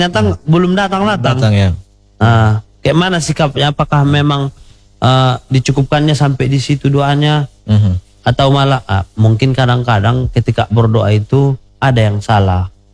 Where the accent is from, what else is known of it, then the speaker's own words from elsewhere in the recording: Sibolga, North Sumatra, Indonesia; born there; Nah kemudian karena memang kita terlahirnya di Sibolga, kita